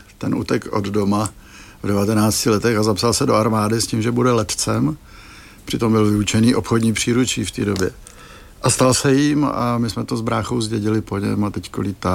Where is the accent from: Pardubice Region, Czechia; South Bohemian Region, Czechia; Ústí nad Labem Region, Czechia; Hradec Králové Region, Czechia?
South Bohemian Region, Czechia; České Budějovice; moved away; Já jsem původně z Českých Budějovic